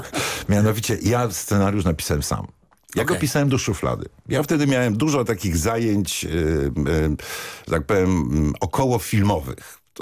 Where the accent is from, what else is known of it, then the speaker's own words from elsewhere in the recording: Łódź, Łódź Voivodeship, Poland; się urodziłem, wychowałem w Łodzi